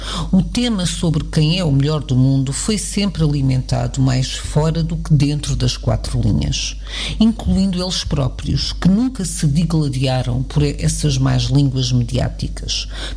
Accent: Portugal; Porém, eu que sou portuguesa, mas tenho na Argentina uma paixão antiga

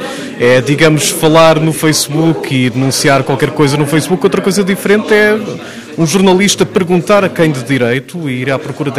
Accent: Penamacor, Centro, Portugal; Eu sou de Penamacor

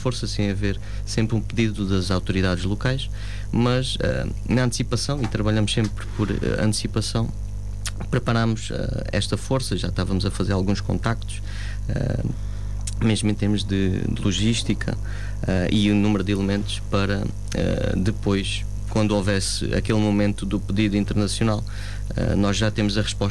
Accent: Vidigueira, Alentejo, Portugal; sou aqui natural da Vidigueira

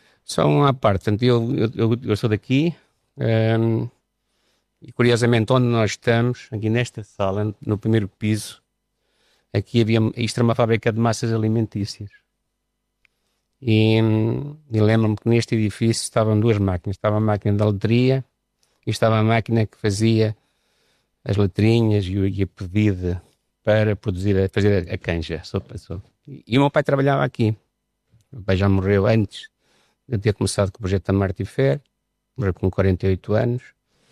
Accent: Pessegueiro, Aveiro, Portugal; porque nós somos aqui de Pessegueiro, e esta água do rio Voga é muito produtiva

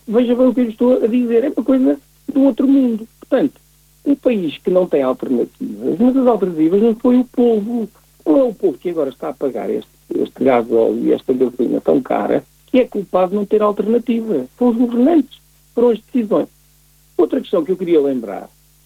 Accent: Covilhã, Centro, Portugal; Eu sou da Covilhã, das Beiras, e, portanto, muitas vezes a realidade do país não é bem a mesma.

